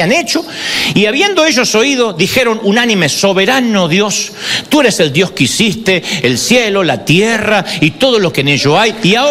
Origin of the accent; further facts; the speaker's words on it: Argentina; Esta semana yo estaba en Televisión Nacional en mi país, en Argentina